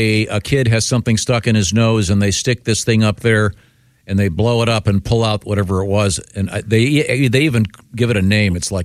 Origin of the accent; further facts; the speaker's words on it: Cleveland, Ohio, United States; Doctor, I grew up in the Cleveland area, and we used to get matches called Ohio Blue Tips.